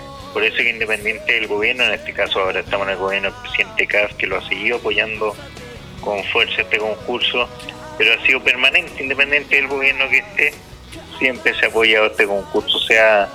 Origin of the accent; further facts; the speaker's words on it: Chile; nos une, sí, como chileno.